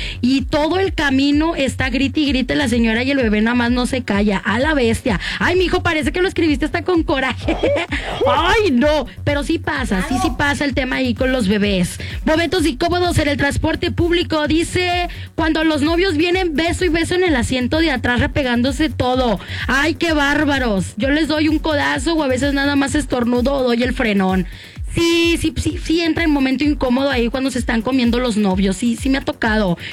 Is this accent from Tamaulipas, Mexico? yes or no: yes; Altamira, Tamaulipas, Mexico; todos los que somos de Altamira